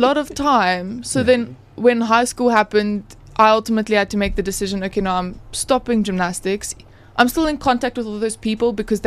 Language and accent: English; Johannesburg, Gauteng, South Africa; I think I'm a bit of a city girl. I'm from Parktown North in Johannesburg.